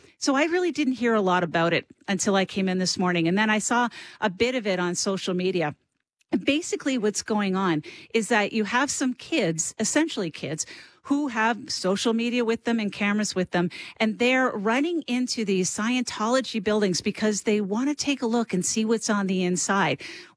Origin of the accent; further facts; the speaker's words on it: Cape Breton Island, Nova Scotia, Canada; I mentioned at the top that I hail from Cape Breton Island